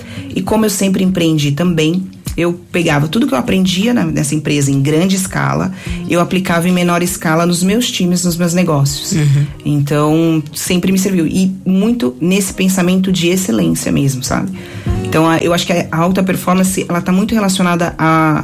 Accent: São Paulo, Brazil; moved away as an adult; now in Portugal; Aí dali eu saí do interior, né, de São Paulo, que eu sou de São Paulo, e fui pra capital para fazer um curso de comissária, como se chama aqui, hospedeira.

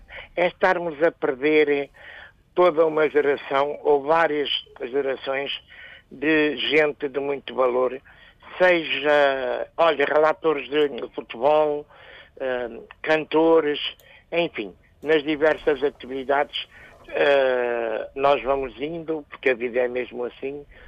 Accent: Angola; now in Portugal; quando eu vim de Angola, havia todos os anos, como ainda há agora, o Festival da Canção

